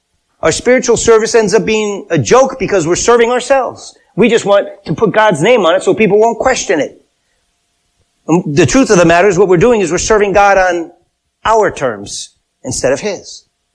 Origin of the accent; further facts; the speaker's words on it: Wilbraham, Massachusetts, United States; Where I grew up in Wilbraham, upstream from where I was, because I grew up along this river, there was a hydroelectric plant.